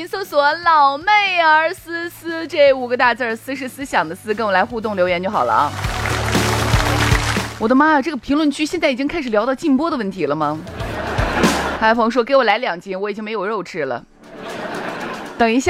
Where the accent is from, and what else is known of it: Shaanxi, China